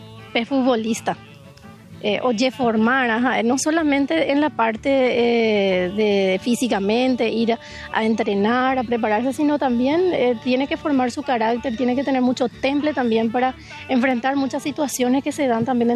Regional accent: Paraguay

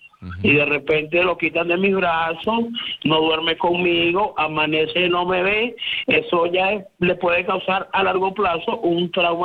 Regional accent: Caracas, Capital District, Venezuela; moved away; Yo soy de Caracas, la capital.

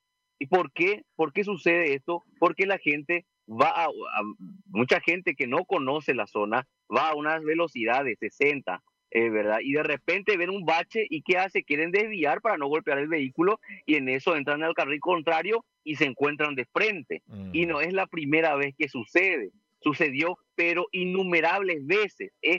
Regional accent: Paraguay; No sé si somos invisibles, no sé si nosotros no somos ciudadanos del Paraguay.

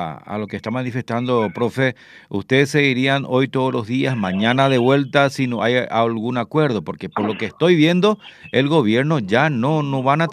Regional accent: Paraguay; somos paraguayos

